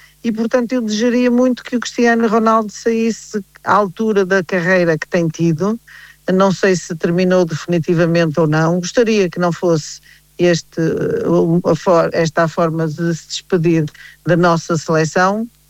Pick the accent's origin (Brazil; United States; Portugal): Portugal; E a mim, enquanto português, enquanto fã incondicional do futebol português, isto deixa-me triste